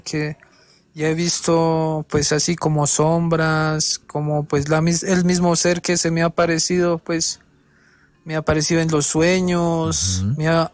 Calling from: Cauca, Colombia; Desde aquí, desde las montañas del Cauca.

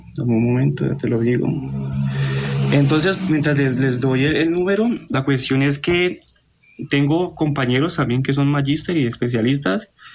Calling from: Cali, Valle del Cauca, Colombia; soy ingeniero estructural, especialista, soy de ahí, de la ciudad de Cali, soy docente de la Universidad del Valle

